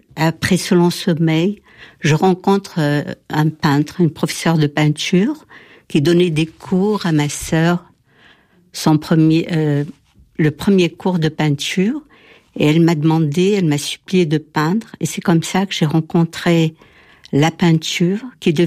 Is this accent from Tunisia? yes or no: yes; Tunisia; born there; moved away; Je suis née en Tunisie, j'ai quitté la Tunisie après les événements de 67 avec ma famille